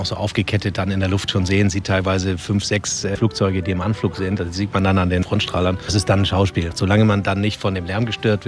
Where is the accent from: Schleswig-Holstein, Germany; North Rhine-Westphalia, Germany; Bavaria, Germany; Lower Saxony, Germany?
Schleswig-Holstein, Germany; Flensburg; Ja, ich komme ursprünglich aus dem Norden, aus Flensburg, genau.